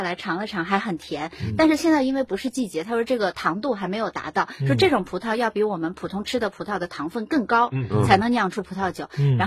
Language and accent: Chinese; Shanghai, China